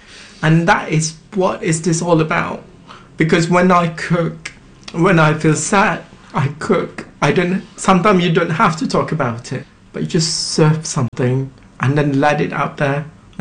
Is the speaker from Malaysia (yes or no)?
yes; Malaysia; now in London, United Kingdom; I don't have to choose between being British or being a Malaysian.